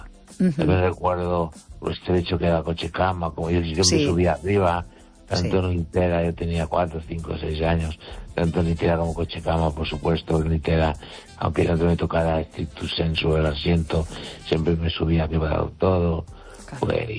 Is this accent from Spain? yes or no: yes; Galicia, Spain; Y mi pueblo está a unos 9 kilómetros o 8 de Los Peares.